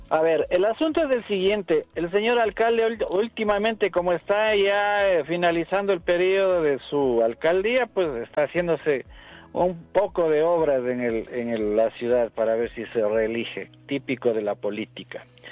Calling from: Quito, Pichincha, Ecuador; Le estoy hablando de la ciudad de Quito, en el sector norte, en el sector de la Kennedy, en el norte de Quito.

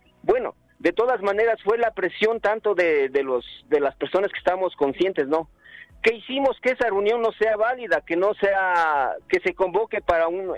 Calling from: Quito, Pichincha, Ecuador; saludándoles desde el punto más importante del planeta, en este caso la parroquia San Antonio de Pichincha.

